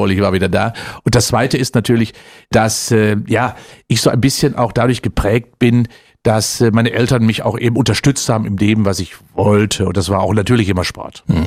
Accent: North Rhine-Westphalia, Germany; Tegeheerenwerbe ist ein Dorf in der Nähe von Unna. Mhm. Das ist also in Westfalen, also Dortmund. Deswegen bin ich auch BVB-Fan natürlich, weil als Schwarz-Gelber wirst du geboren da.

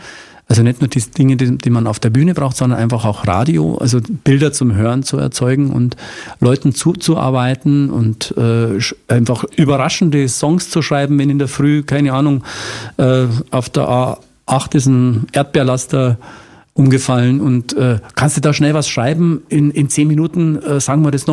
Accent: Munich, Bavaria, Germany; da, wo ich herkomme, Münchner Hasenbergl, also der Norden des Münchens, das war sehr FC Bayern gebrandet

